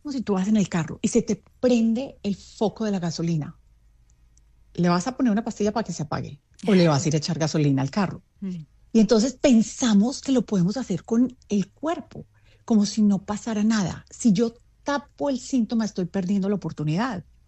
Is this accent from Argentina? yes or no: no; Medellín, Antioquia, Colombia; also born or lived in United States; now in Miami, United States; he vivido ya muchos años acá en Estados Unidos, estudié acá en Estados Unidos, voy mucho a Medellín, soy de Medellín, como lo dijiste, somos compatriotas, y vivo entre México y Miami hoy en día.